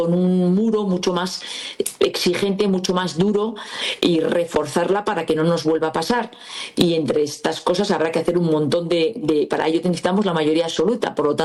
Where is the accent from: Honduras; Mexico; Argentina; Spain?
Spain